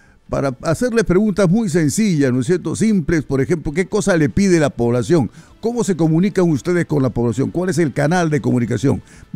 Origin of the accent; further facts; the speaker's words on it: Peru; los que somos peruanos de corazón